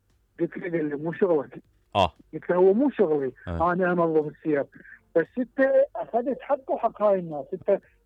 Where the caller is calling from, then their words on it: Baghdad, Baghdad Governorate, Iraq; من بغداد.